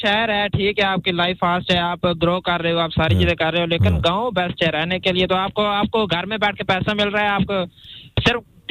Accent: Chakwal, Punjab, Pakistan; मैं पाकिस्तान में चकवाल से हूँ और चकवाल में भी आगे मेरा गांव थोड़ा दूर करके

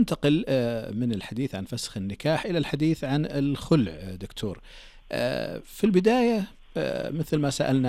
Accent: Saudi Arabia; عندنا في السعودية

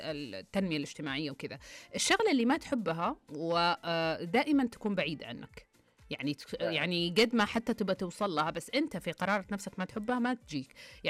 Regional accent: Riyadh, Riyadh Province, Saudi Arabia; born there; انا مولوده في الرياض، يعني في الصحراء، فاحب الصحراء اكتر.

